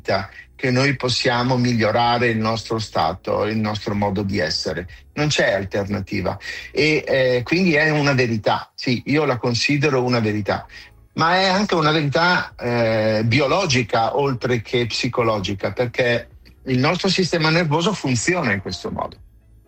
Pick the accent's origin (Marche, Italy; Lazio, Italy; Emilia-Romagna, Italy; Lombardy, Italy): Lombardy, Italy; Oltretutto io ho origini bergamasche, dalle nostre parti si dice anche allo stesso modo molla mia.